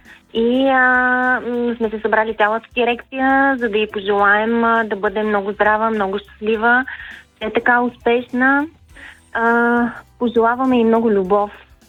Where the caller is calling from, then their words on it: Sofia, Sofia City, Bulgaria; съм от София